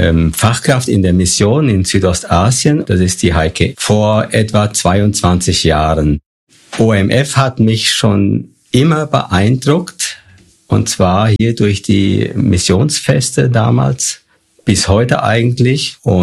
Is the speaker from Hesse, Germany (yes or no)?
yes; Fulda, Hesse, Germany; Ich komme aus Fulda und bin verheiratet mit Dagmar, diene dort in Fulda in einer Gemeinde als Team im Ältestenkreis.